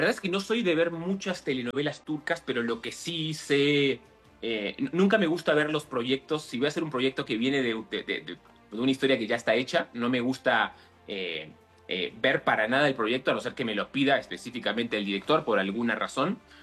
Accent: Argentina; moved away as an adult; now in Mexico

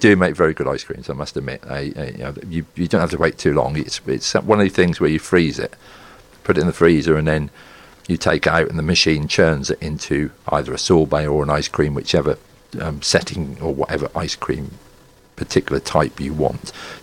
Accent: Stalham, East of England, United Kingdom; I mean, Stalham have, it's my hometown.

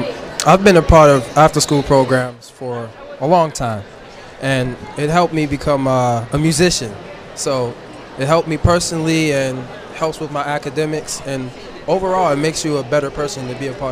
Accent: Pittsburgh, Pennsylvania, United States; I'm from Pittsburgh, and I'm here supporting the the after school program.

